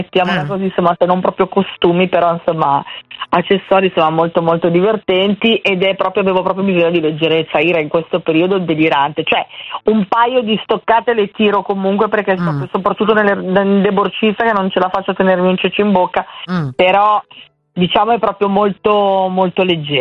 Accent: Pioltello, Lombardy, Italy; io sono proprio di Pioltello e quindi … così semplice senza H

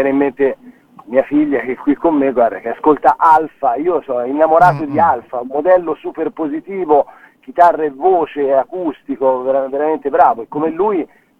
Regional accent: Tuscany, Italy; pure se siamo toscani

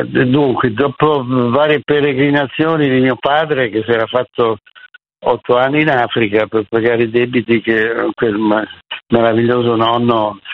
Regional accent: Milan, Lombardy, Italy; also born or lived in Sampierdarena, Genoa / Crotone; i miei genitori sono a Milano, io avevo 4 anni, Gianfranco 8, e quindi siamo sempre cresciuti qui, in quella Milano

